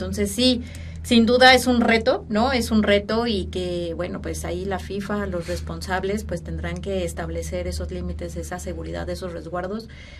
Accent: Mexico

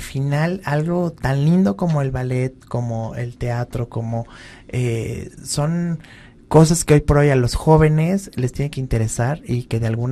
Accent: Puebla, Mexico; Yo soy poblano

